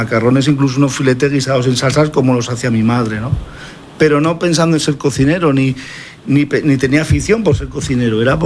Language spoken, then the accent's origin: Spanish; Madrid, Community of Madrid, Spain; now in Benicarló, Spain; Aunque soy de Madrid, desde que tengo 8 añitos, tenemos casa en Benicarló, hemos veraneado siempre en Benicarló